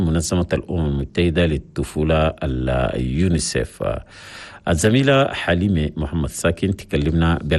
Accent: Chad; النظافة في المؤسسات الصحية في بلدنا تشاد.

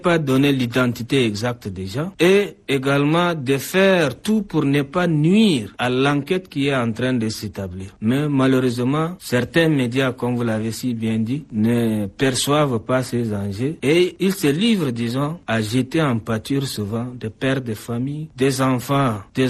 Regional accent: Chad; lorsque nous sommes dans un pays comme chez nous au Tchad

